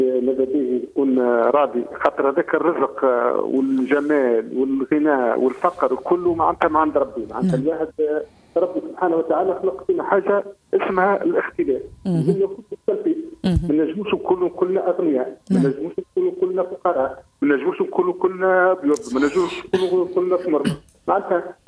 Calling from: Sfax, Sfax Governorate, Tunisia

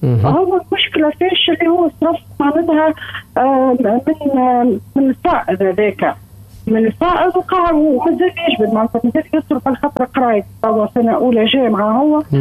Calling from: Tunis, Tunis Governorate, Tunisia; أنا … من تونس.

